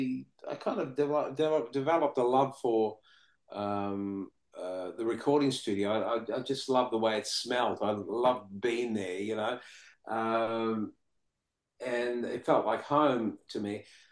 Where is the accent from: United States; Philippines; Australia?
Australia; Brunswick, Victoria; in those days, if you were an Italian kid growing up in Brunswick, in Melbourne, which had so many, was inhabited by so many Italians, you know, the accordion was the instrument of choice.